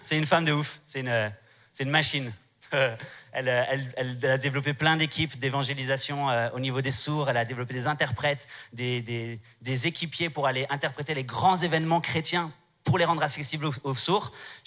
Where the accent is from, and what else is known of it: Strasbourg, Grand Est, France